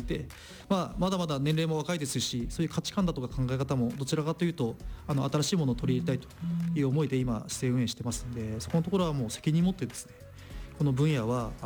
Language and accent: Japanese; Hokkaido, Japan; now in Nikko, Japan; 私北海道出身なんですけど